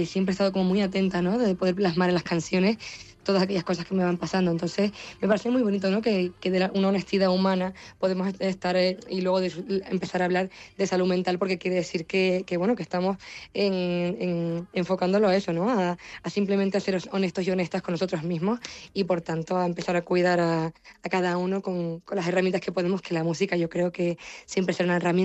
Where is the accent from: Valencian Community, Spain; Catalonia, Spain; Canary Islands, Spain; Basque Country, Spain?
Canary Islands, Spain; La Palma